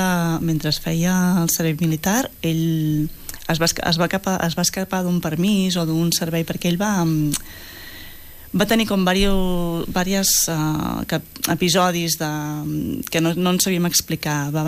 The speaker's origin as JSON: {"language": "Catalan", "town": "Sabadell", "region": "Catalonia", "country": "Spain", "said": "nosaltres som de Sabadell"}